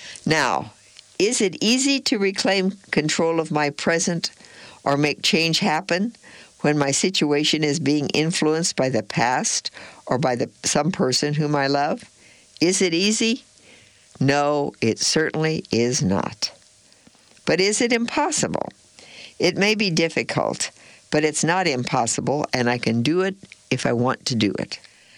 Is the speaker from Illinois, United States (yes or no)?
yes; Alton, Illinois, United States; born there; It's a lovely thing that I was born in Alton.